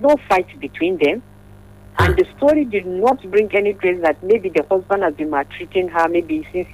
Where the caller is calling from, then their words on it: Amsterdam, North Holland, Netherlands; from Amsterdam.